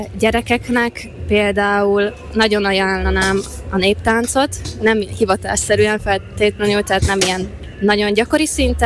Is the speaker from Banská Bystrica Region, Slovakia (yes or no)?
no; Tekovské Lužany, Nitra Region, Slovakia; moved away; also born or lived in Želiezovce, Slovakia; Én Zselízen születtem, és Nagysallóról származom, ott élnek most is a szüleim.